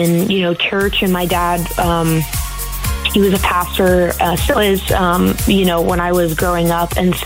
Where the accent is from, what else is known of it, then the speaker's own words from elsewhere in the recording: Chillicothe, Ohio, United States; also born or lived in Waverly; I grew up mainly in Chillicothe. I went to school in Waverly, but kind of in the middle of both of those cities.